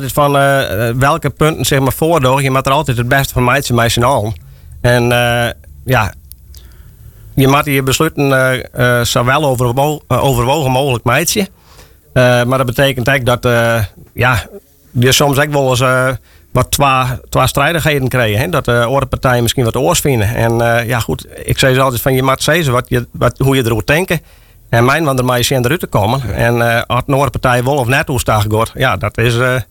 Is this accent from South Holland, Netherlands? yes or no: no; Kollum, Friesland, Netherlands; Ik ben geboren en getogen in Kalmers.